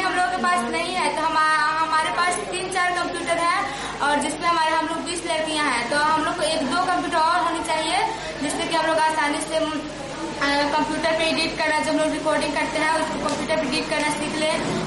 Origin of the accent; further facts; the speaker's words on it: Bihar, India; मैं कुम्हार बिहार की रहने वाली हूँ